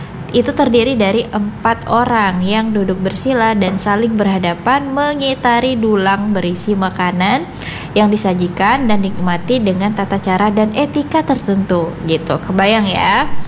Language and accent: Indonesian; Riau Islands, Indonesia; kita orang Melayu Natuna